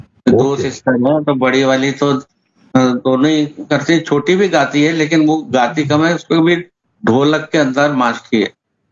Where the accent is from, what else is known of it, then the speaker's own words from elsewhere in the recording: Kota, Rajasthan, India; also born or lived in Jhalrapatan, Jhalawar / Sawai Madhopur; उस समय वहाँ माधोपुर था, सवाई माधोपुर, तो वहां से मैंने पहली क्लास तो वहां से की। उसके बाद हम लोग कोटा ट्रांसफर हो गया पिताजी का, और उसके बाद हमेशा कोटा में ही रहे, सारी शिक्षा कोटा में ही हुई है मेरी।